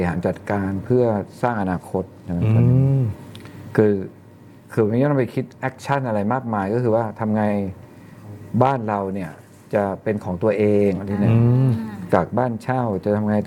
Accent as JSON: {"language": "Thai", "region": "Bangkok", "country": "Thailand", "tie": "born there", "said": "เป็นคนเกิดกรุงเทพเลยเกิดกรุงเทพก็พ่อคุณพ่อคุณแม่ก็ย้ายมาจากต่างจังหวัด"}